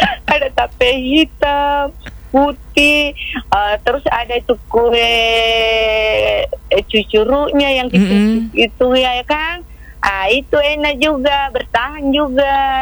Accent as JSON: {"language": "Indonesian", "town": "Makassar", "region": "South Sulawesi", "country": "Indonesia", "tie": "born or raised there", "moved": "yes", "lives_now": "Soppeng, Indonesia", "said": "saya besar di Kota Daeng, Ji."}